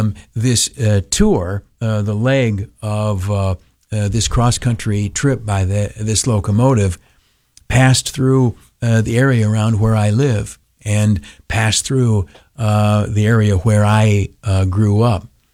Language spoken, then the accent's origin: English; Steuben County, New York, United States; moved away; we drove down to my hometown, a place called Canastillo, New York, in Steuben County, in the Southern Tier. And I lived part of my time growing up with my grandmother out on the Willow Bend Road.